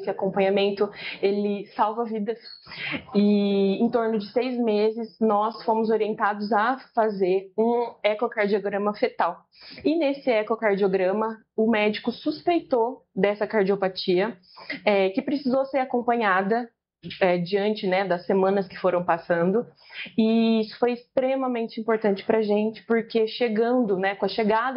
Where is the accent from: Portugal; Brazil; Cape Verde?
Brazil; Lins, São Paulo; Nós somos da cidade de Lins. Lins é 1h30 daqui